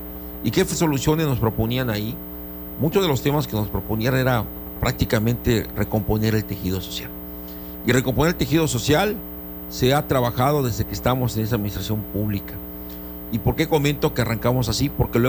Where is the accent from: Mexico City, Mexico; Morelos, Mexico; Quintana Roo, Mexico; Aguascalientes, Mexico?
Quintana Roo, Mexico; Cozumel; nací en Cozumel, crecí en Cozumel, me desarrollé en Cozumel, a mí me tocó vivir un Cozumel, hoy estamos viviendo otro Cozumel